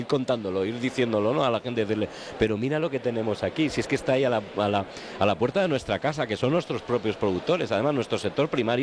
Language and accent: Spanish; Castile and León, Spain; ¿somos conscientes los castellanos y leoneses de ese potencial que tenemos en nuestras frutas